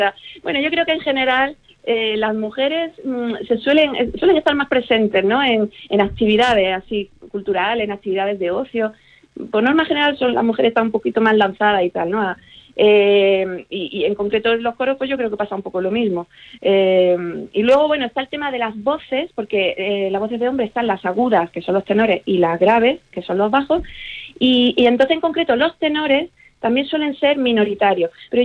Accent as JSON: {"language": "Spanish", "town": "Granada", "region": "Andalusia", "country": "Spain", "said": "yo soy de Granada"}